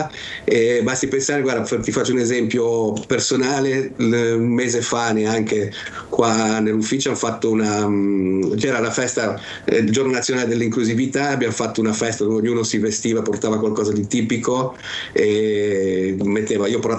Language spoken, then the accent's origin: Italian; Genoa, Liguria, Italy; now in United Arab Emirates; quando torno a casa sulla sopraelevata, sai, non, la sensazione è soltanto quella di essere a casa